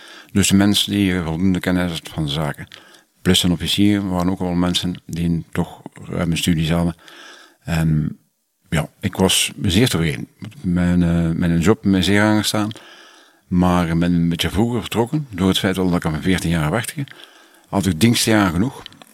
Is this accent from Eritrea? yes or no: no; Ghent, Flanders, Belgium; born or raised there